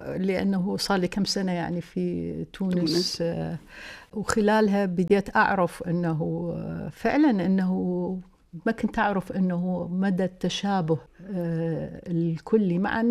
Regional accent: Iraq; احنا مجموع المهندسات عندنا بالعراق

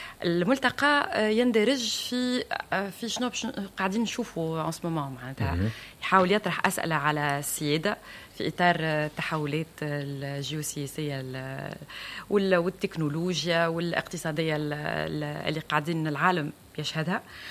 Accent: Tunisia; من خيرة ما عندنا في تونس

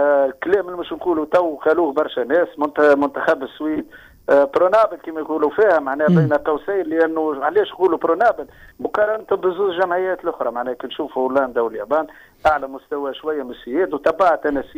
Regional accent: Tunisia; انا معناها كتونسي وكعربي

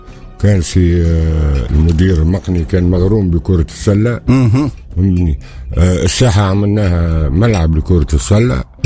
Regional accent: Sfax, Sfax Governorate, Tunisia; حمد بورت العذار.

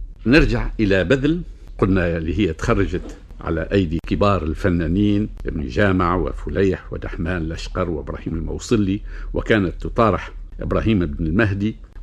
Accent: Tunisia; عندنا في تونس وفي المغرب العربي

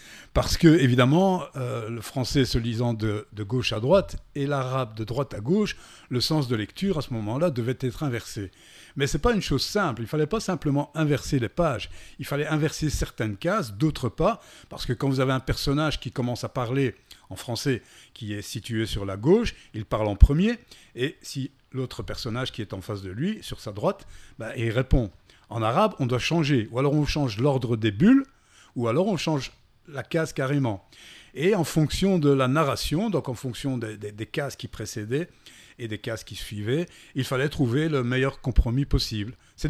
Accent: Belgium; born there; Voilà, je suis né en Belgique d'un père tunisien et d'une mère belge. Mon père est venu en 64 en Belgique pour étudier, et donc j'y suis né quelques années après.

